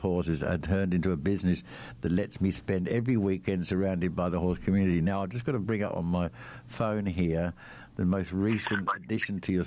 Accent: Western Australia, Australia; also born or lived in Darwin; owner of Pimp My Pony. I was born in Darwin, but have lived in Western Australia for most of my life.

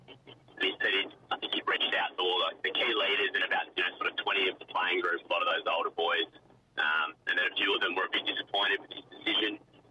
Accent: Western Australia, Australia; I'm West Australian, I'm an Eagles fan

